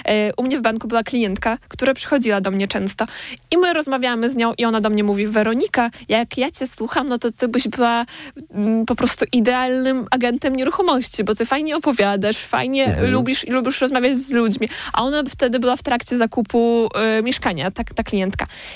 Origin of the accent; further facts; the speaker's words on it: Belarus; pomijając to, że jestem Białorusinką